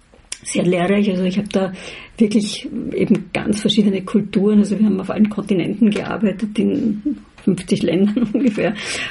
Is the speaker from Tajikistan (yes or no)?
no; Vienna, Austria; ich bin Wienerin und bin in Wien zu Hause und dort ist also absolut mein Lebensmittelpunkt immer gewesen und ist es auch weiterhin.